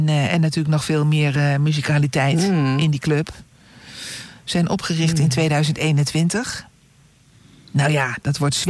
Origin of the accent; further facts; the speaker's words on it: Netherlands; Ja, wij zijn 100% Nederlander.